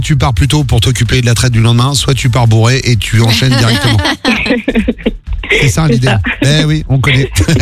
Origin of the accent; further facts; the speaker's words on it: Nouvelle-Aquitaine, France; Moi, je suis de Charente-Maritime